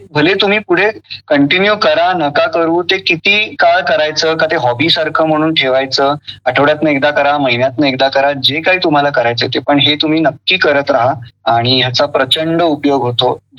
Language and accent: Marathi; Maharashtra, India; पण मी मराठी हे मराठीतनच शिकलो.